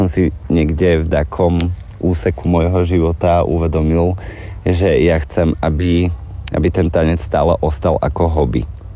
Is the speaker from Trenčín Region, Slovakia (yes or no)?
no; Bratislava, Bratislava Region, Slovakia; born there; ja som z Bratislavy, teda narodil som sa v Bratislave